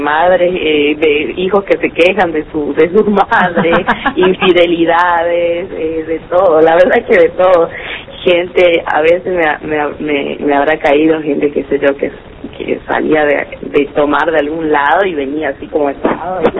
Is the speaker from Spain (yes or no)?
no; Las Lomitas, Formosa, Argentina; Yo soy de acá de Las Lomitas.